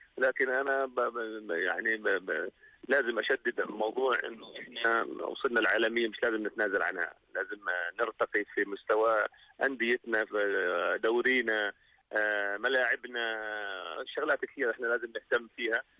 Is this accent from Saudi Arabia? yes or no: no; Jordan; بنستاهل احنا كاردنيين نستاهل كمان أحسن من هيك كمان.